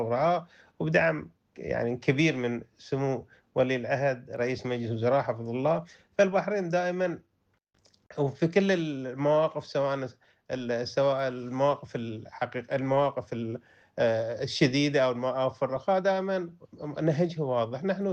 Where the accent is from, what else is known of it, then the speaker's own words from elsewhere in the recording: Bahrain; حق أصيل لنا كبحرينيين